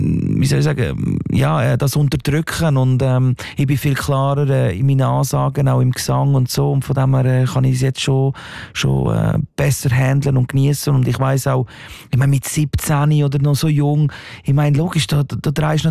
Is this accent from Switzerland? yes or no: yes; Gelterkinden, Basel-Landschaft, Switzerland; Ich bin aus Geltenkind aus dem Baselland, habe dort eine Sekundarschule gemacht